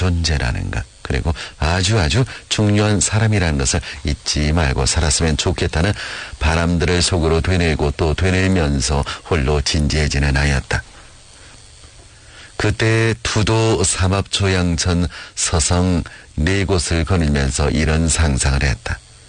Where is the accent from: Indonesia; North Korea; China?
China; Yanbian, Jilin; 여태까지 잘 아는 척 나는 연면에서 왔으니까 모든 걸 잘 설명할 수 있는 척 하였지만 결국 내가 알고 있는 건 아무것도 없었다. 그만큼 관심이 없었으니까 내 고향 연변의 발전은 내가 이룰 수가 없다고